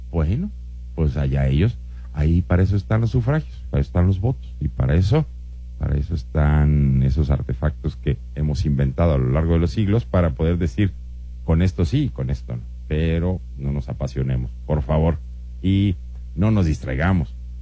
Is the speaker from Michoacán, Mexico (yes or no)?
no; Mexico City, Mexico; born there; Para que gente como yo naciera en la gran Ciudad de México.